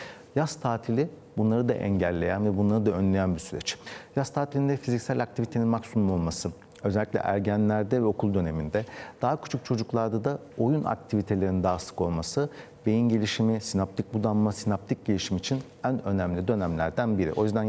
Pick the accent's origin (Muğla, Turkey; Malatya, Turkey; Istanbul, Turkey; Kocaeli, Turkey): Istanbul, Turkey; ben İstanbul'da büyüdüm ama İstanbul'da benim büyüdüğüm dönemde bir sokak kültürü vardı.